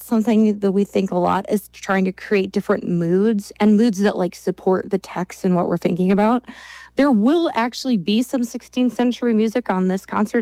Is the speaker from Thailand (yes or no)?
no; Minnesota, United States; born or raised there